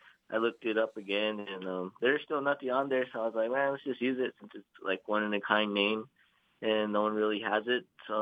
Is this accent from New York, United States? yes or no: no; San Felipe Pueblo, New Mexico, United States; Me and the vocalist come from San Felipe Pueblo.